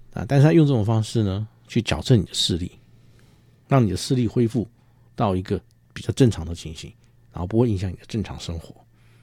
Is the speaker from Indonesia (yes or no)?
no; Taiwan; 我们台湾人